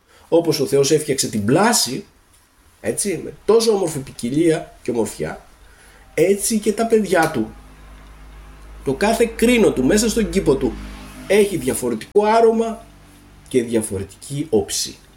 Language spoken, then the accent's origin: Greek; Greece; Σαν Έλληνες έχουμε κάποια κοινά μεταξύ μας.